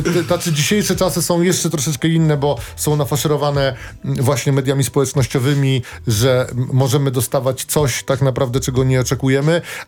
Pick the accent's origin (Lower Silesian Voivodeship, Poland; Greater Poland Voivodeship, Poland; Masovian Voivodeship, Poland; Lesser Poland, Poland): Masovian Voivodeship, Poland; Warsaw; Dla mnie Mokotów w sercu